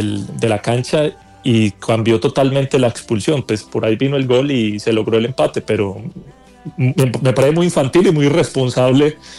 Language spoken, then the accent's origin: Spanish; Colombia